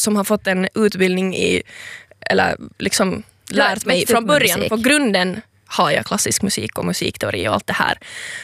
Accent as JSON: {"language": "Swedish", "town": "Helsinki", "region": "Uusimaa", "country": "Finland", "tie": "born or raised there", "also_born_or_lived": "Espoo", "said": "är 22 år gammal, uppvuxen i Helsingfors, född i Esbo."}